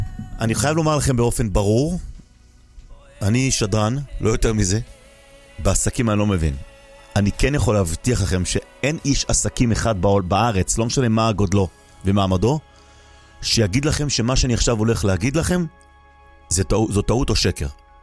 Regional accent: Jerusalem, Jerusalem District, Israel; אלי ביר, חבר ילדות שלי, גדלנו יחד בבית וגן בירושלים, חברים ממש קרובים עד היום

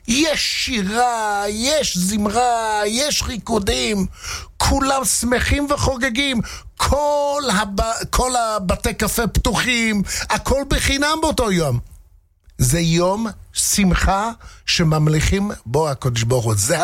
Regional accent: England, United Kingdom; now in Israel; אני לפני 40 שנה עליתי לארץ, יותר מ-40 שנה. עליתי מאנגליה. אנגליה זה אחד מהמקומות היחידים בעולם שיש עדיין מלכות.

